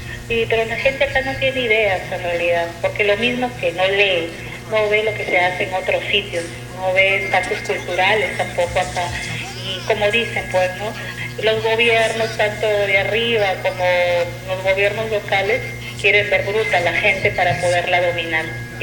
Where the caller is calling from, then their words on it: Talara, Piura, Peru; yo vivo en Enace.